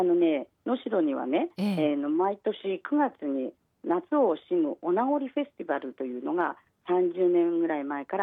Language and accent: Japanese; Saku, Nagano, Japan; now in Noshiro, Japan; 私のふるさと長野県佐久市もこの共和国に入っているんです。